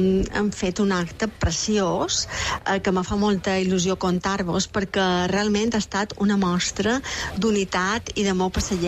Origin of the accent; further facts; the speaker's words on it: Mallorca, Balearic Islands, Spain; encara hi som els mallorquins aquí, saps?